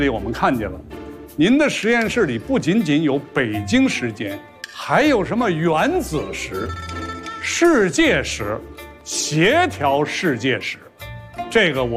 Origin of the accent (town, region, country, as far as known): Shaanxi, China